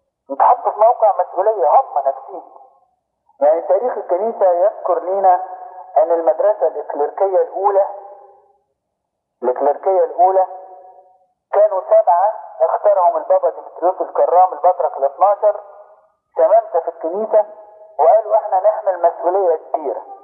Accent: Egypt; انما التاريخ عندنا في مصر هنا

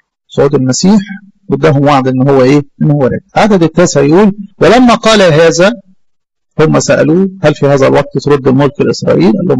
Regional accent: Egypt; جبال اليهودية غير الجبال عندنا في مصر، يعني الجبل بتاع الجبل الشرقي في البحر الاحمر مثلا

